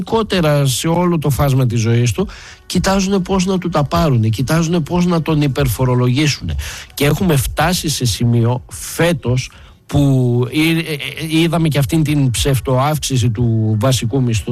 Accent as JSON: {"language": "Greek", "country": "Greece"}